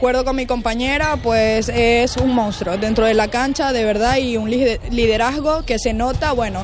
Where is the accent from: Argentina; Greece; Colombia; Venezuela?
Venezuela; now in Ourense, Spain; ahorita ahí somos tres venezolanas en el equipo, y pues sin duda alguna con mis dos compañeras de Venezuela, que bueno, ya hemos jugado muchas veces juntas en Venezuela